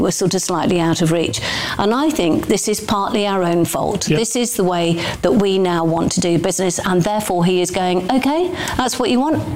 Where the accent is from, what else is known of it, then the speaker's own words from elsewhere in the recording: Midlands, United Kingdom; I love a pork scratching. Well, I'm not going to deny, and a pickled egg. I'm from the Midlands.